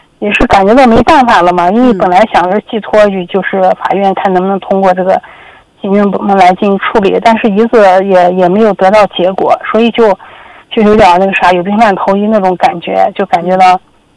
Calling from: Xinjiang, China; 因为我们就是新疆的嘛

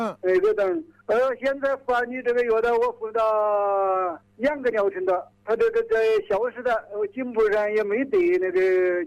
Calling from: Enshi, Hubei, China; 我是湖北恩施的沙棘乡。

